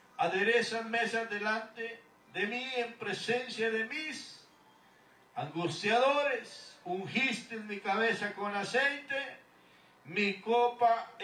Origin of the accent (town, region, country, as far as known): Guatemala; moved away